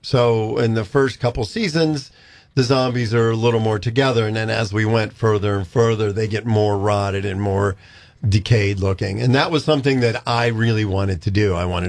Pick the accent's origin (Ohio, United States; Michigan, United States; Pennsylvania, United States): Pennsylvania, United States; Pittsburgh; I grew up in Pittsburgh.